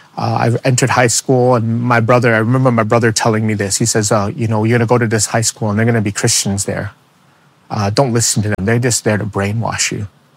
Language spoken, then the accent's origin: English; New York City, New York, United States; why would God pay attention to a chubby Asian kid in the South Bronx? Growing up in New York City, scared to go outside